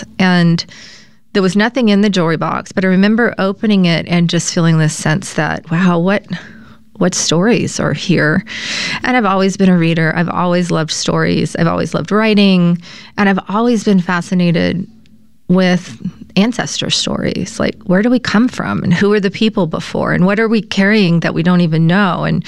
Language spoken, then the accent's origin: English; Louisiana, United States; So yes, I grew up in Louisiana myself. I grew up in the southwest part of the state. Both sides of my family there's French ancestors on both sides going back several hundred years. And I grew up in a very French Louisiana culture